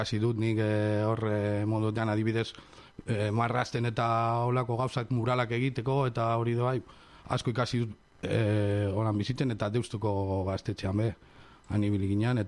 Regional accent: Portugalete, Basque Country, Spain; also born or lived in Bilbao / Trapagaran; Bilbo jaio nintzen. Baina urtsaroa pasan eban Portugalete eta Trapagan artean Portugalete ikastetxea jo nintzen eta gero Trapagan bizi izan naiz.

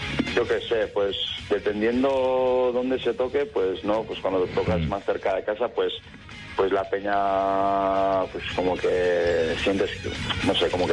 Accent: Oñati, Basque Country, Spain; somos cinco colegas de Oñati.

